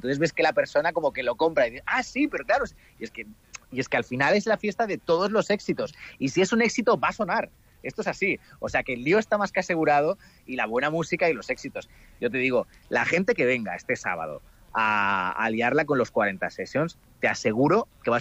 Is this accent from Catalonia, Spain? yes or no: no; Vitoria, Basque Country, Spain; born there; porque yo no tengo lazos familiares con Euskadi, pero sí que nací en Vitoria un poco de rebote porque mi padre estaba destinado allí trabajando en la radio.